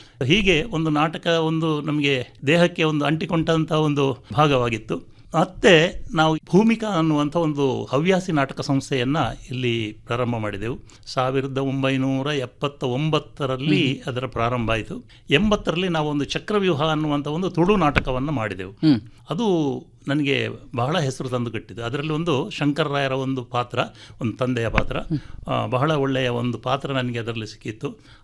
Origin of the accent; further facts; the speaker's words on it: Mallur, Karnataka, India; born there; ನಾನು ಹುಟ್ಟಿದ್ದು ಮಂಗಳೂರು ತಾಲೂಕಿನ ಮಲ್ಲೂರು ಎಂಬ ಗ್ರಾಮದಲ್ಲಿ. ಅಲ್ಲಿ ನಮಗೆ 5ನೇ ಕ್ಲಾಸಿನ ತನಕ ಮಾತ್ರ ಒಂದು ಎಲಿಮೆಂಟರಿ ಶಾಲೆ ಇತ್ತು.